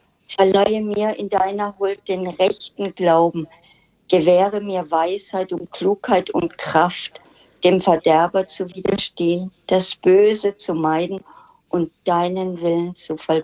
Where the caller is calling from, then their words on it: Kaufbeuren, Bavaria, Germany; Ich rufe aus Kaufbeuren an.